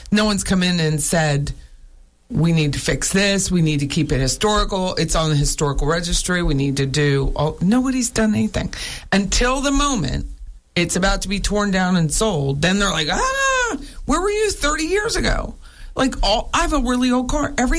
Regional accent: Harrisburg, Pennsylvania, United States; I'm from Harrisburg, PA, and we have an old high school that I went to called Bishop McDevitt.

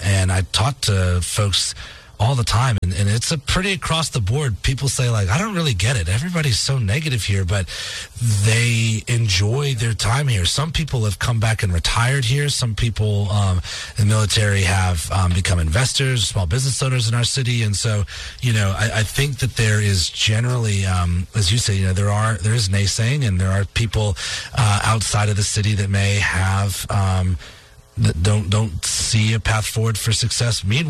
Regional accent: Massachusetts, United States; moved away; I talked to my sister who's back up in Massachusetts. She lives in my hometown, and she's got a million things to say about our hometown, which only has about 5,500 people.

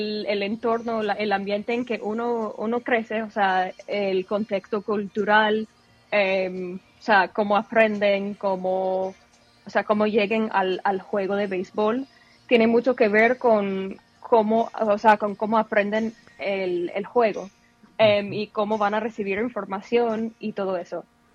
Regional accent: New York, United States; yo crecí en Nueva York.

